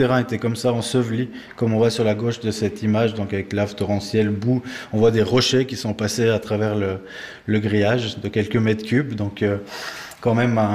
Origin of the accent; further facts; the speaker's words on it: Chamoson, Valais, Switzerland; alors, je suis originaire de Chamozon, je n'y vis plus, mais j'ai toujours joué au tennis ici